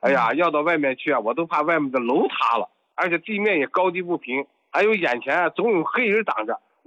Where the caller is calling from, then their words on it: Shijiazhuang, Hebei, China; 我是石家庄的一个老患者了